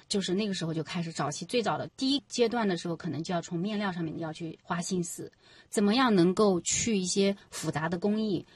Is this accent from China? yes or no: yes; Shou County, Anhui, China; 我是出生在安徽六安寿县这个城市